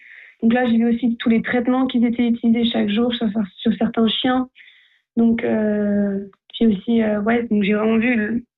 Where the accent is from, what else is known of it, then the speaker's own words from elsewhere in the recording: Switzerland; en tant que Suisse